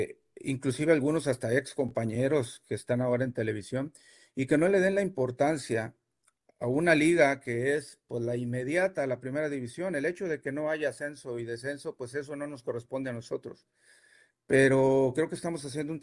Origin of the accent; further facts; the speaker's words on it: Tampico, Tamaulipas, Mexico; era mi ciudad natal y que acá está mi familia